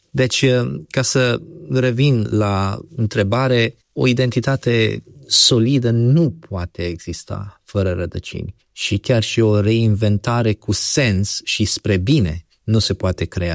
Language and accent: Romanian; Romania; se vorbește despre neamul român, anumite valori pe care noi le avem ca români.